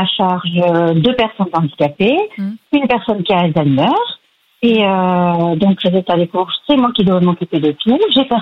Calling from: Landes, Nouvelle-Aquitaine, France; je vous appelle d'Estivaux.

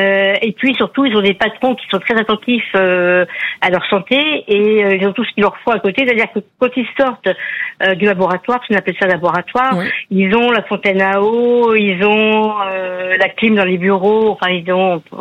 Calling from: Louvres, Île-de-France, France; Alors, d'une ville qui s'appelle Louvre.

